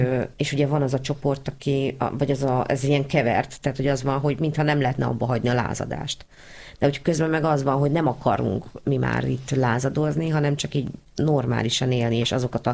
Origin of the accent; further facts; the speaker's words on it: Hungary; Mi az, amitől mi magyarok vagyunk, ugye?